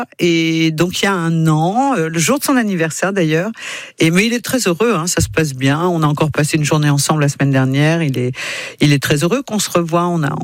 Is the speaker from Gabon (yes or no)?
no; France; Je lui ai dit oui, je suis française.